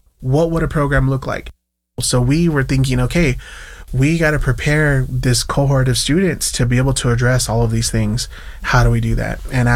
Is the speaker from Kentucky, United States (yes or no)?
no; Yuma, Arizona, United States; I come from the Fort Yuma Quetzal tribe in Yuma, Arizona.